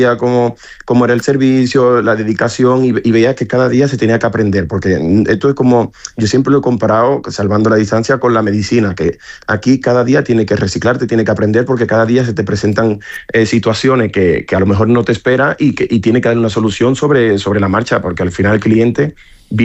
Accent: Dominican Republic; now in Spain; fue cuando hicimos el concurso de las migas del pastor en la Sierra de Albarracín, que yo me presenté como dominicano.

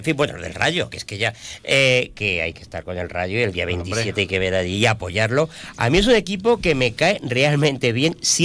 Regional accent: Madrid, Community of Madrid, Spain; ya sabes que yo soy muy madrileño

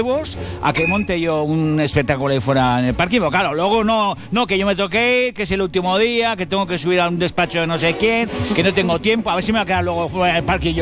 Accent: Basque Country, Spain; lo hago por orgullo, luego por orgullo, porque soy vasco y a mí no me gana ni Bartolo.

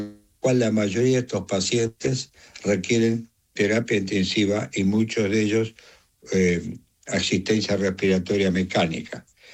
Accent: Argentina; Padres que de Galicia, sí. Yo soy el primer argentino de la familia.

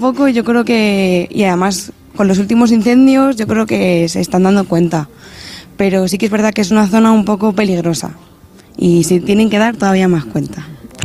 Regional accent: San Sebastián de los Reyes, Community of Madrid, Spain; Pues yo, mis abuelos son de aquí, los maternos, y yo me crié en San Sebastián de los Reyes, y decidí que quería subirme para acá porque necesitaba salir de la ciudad y me agobiaba un poco.

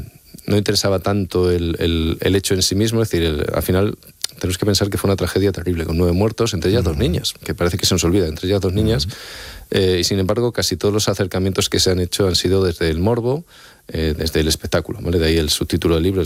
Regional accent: Extremadura, Spain; Yo soy extremeño, ¿vale? No exactamente de Puerto Urraco ni de esa zona, pero bueno, soy extremeño.

